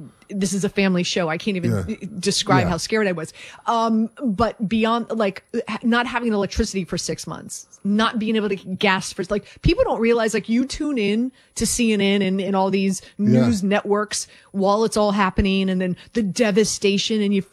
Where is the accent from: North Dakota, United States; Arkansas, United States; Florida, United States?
Florida, United States; Number one is I grew up in South Florida. I went through Hurricane Andrew.